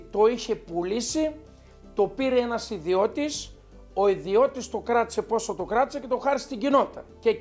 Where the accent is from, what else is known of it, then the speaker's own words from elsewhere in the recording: Syrrako, Epirus, Greece; Εγώ Σιρακιώτης είμαι, Δημήτρη μου, και δεν υπάρχει ξένος εδώ. Εδώ υπάρχουν μόνο Σιρακιώτες και είμαστε βλάχοι.